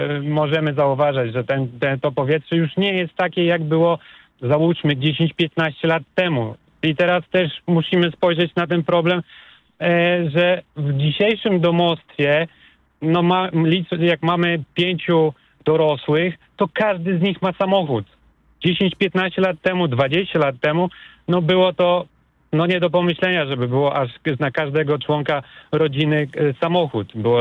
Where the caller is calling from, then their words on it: Tricity, Pomeranian Voivodeship, Poland; U nas w Trójmieście